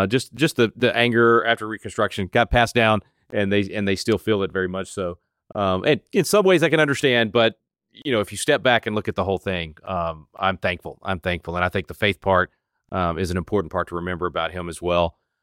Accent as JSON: {"language": "English", "town": "Little Rock", "region": "Arkansas", "country": "United States", "tie": "born there", "lives_now": "Texas, United States", "said": "but I'm a Razorback myself. I was born in Little Rock. I got to Texas as quick as I could."}